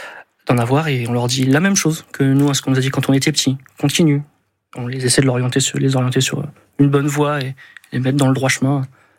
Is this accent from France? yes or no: yes; Poitiers, Nouvelle-Aquitaine, France; moi, je suis de Poitiers